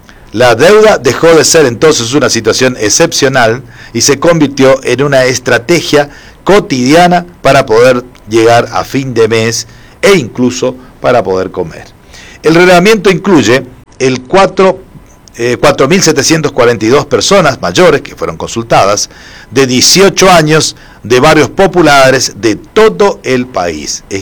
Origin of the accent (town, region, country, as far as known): Argentina